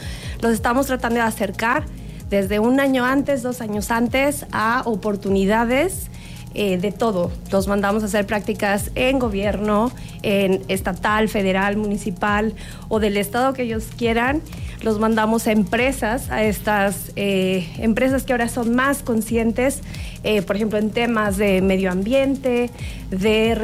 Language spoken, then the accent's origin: Spanish; San Luis Potosí, Mexico; O en mi tierra, yo soy de San Luis.